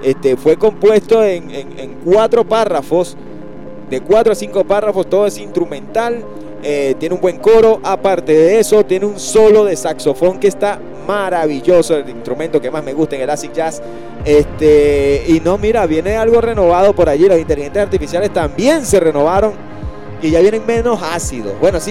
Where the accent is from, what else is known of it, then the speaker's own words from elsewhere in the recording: Venezuela; si algo somos los venezolanos, es que nosotros hacemos una vaca para todo.